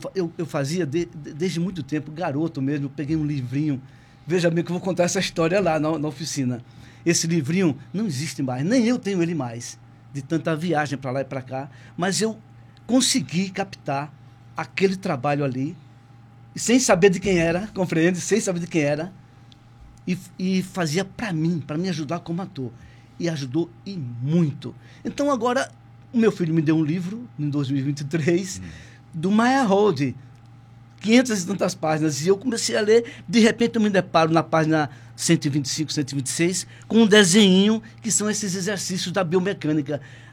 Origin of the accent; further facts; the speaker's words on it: Alagoas, Brazil; moved away; also born or lived in Sorocaba; Eu sou alagoano, mas eu morava em Sorocaba quando conheci o teatro. Um cara de 15 anos, 16